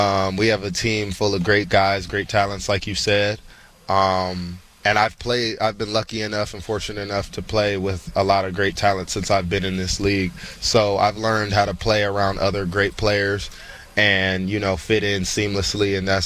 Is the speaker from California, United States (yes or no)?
yes; Long Beach, California, United States; also born or lived in Beverly Hills, California; now in Cleveland, United States; But I'm from Long Beach, born and raised.